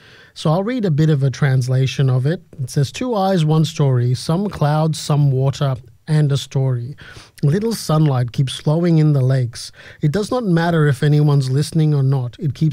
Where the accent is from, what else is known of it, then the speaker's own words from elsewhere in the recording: Fiji; when I was growing up in Fiji